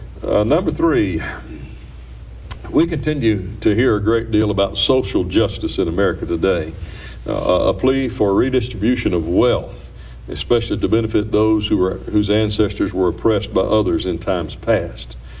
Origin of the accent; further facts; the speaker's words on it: Little Rock, Arkansas, United States; I was born in Little Rock, Arkansas